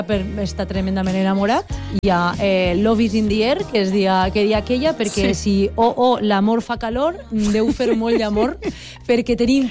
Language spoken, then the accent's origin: Catalan; Ontinyent, Valencian Community, Spain; born or raised there